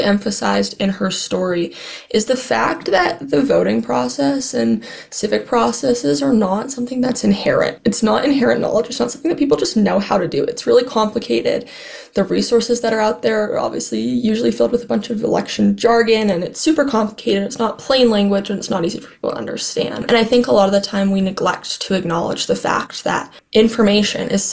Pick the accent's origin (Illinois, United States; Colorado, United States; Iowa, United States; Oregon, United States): Colorado, United States; also born or lived in Vancouver, Canada; I was born in Vancouver, Canada. My parents and I moved to the U.S. when I was about 2 years old. So I'm actually a lawful permanent resident. I am not a U.S. citizen. It's really interesting for me, especially because I've grown up here. I've lived in Colorado my whole life.